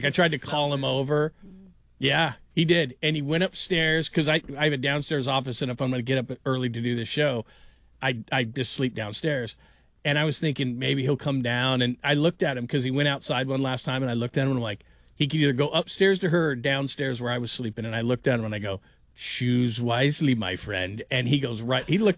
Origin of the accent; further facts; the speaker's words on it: California, United States; my parents were playing 8-tracks and 60s music, and I grew up in California